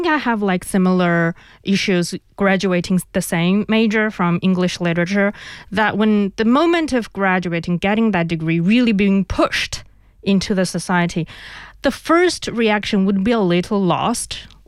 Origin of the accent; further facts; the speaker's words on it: Mongolia; I'm not going back to my hometown in Mongolia.